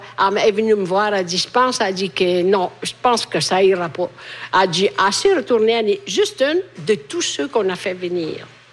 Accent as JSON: {"language": "French", "country": "Italy", "second_language": "French", "lives_now": "Canada", "said": "Chez nous, en Italie, il fait chaud."}